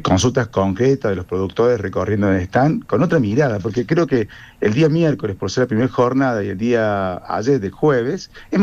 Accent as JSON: {"language": "Spanish", "region": "Córdoba", "country": "Argentina", "said": "Yo de la ciudad de Córdoba"}